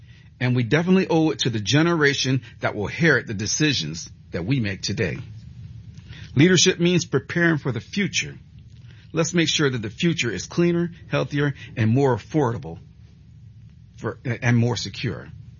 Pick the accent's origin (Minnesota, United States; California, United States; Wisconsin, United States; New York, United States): New York, United States; Niagara Falls; I grew up in Niagara Falls in the Love Canal. Many of you might have heard the Love Canal. But when I moved from the Love Canal, I went right next to a Goodyear plant in Niagara Falls